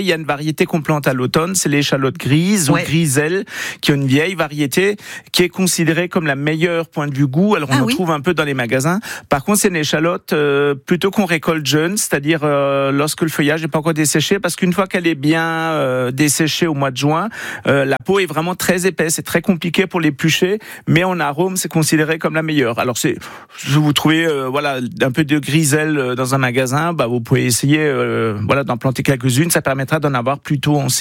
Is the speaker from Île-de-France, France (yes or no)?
no; Grand Est, France; chez nous en Alsace.